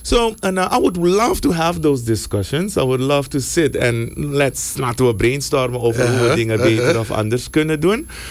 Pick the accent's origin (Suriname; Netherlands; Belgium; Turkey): Suriname